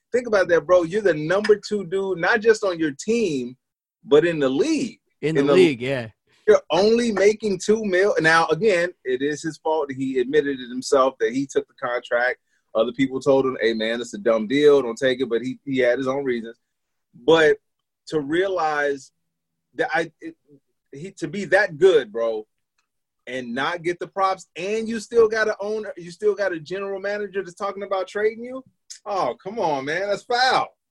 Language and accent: English; Chicago, Illinois, United States; when they find out I'm from Chicago, they'll be like, oh, what do you think about the Sox and the Cubs?